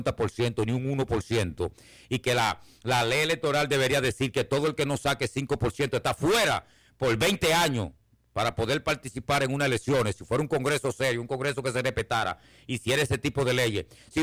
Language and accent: Spanish; Dominican Republic; como decimos los campesinos, a jarana. Como decimos nosotros, yo soy de la Loma